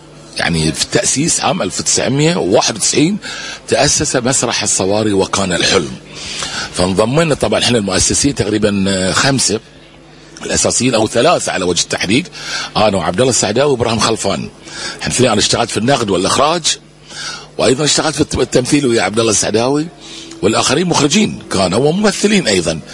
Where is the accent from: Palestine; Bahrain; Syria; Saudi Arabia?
Bahrain; also born or lived in Kuwait; اللي احنا عندنا في البحرين